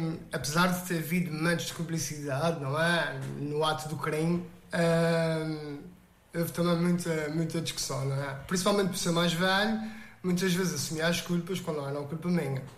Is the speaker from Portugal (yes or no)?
yes; Azores, Portugal; accent: São Miguel; Mas sim, já nem na universidade consegui perder, consegui fazer com que eles aprendessem tudo aquilo que eram sotaques, expressões, algumas palavras muito próprias da Ilha de São Miguel.